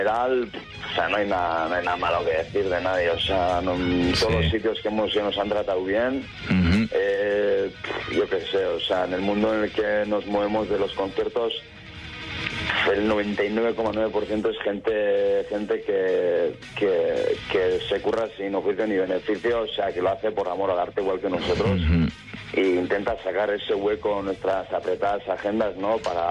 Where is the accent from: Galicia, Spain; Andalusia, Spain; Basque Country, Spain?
Basque Country, Spain; Oñati; somos cinco colegas de Oñati.